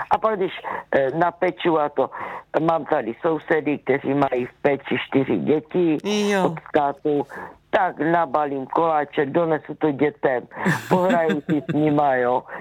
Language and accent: Czech; Zlín Region, Czechia; Já jsem z Valach, takže já peču takové to naše klasické valašské jenom marmelády